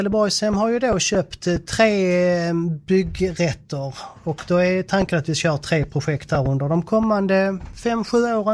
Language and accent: Swedish; Eslöv, Skåne, Sweden; now in Lund, Sweden; Född och uppvuxen i Eslöv så att steget inte så långt. Jag bor i Lunds kommun för tillfället.